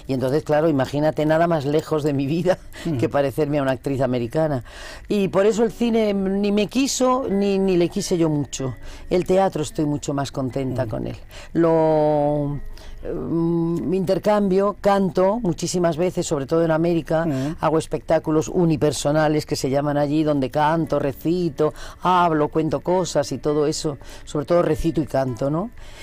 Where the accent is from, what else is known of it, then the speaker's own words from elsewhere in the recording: Madrid, Community of Madrid, Spain; born there; he nacido en la pura cuna del casticismo. Pero que te quiero decir que soy mucho más de más raza. Soy más española que madrileña, aunque soy muy madrileña, pero no lo ejerzo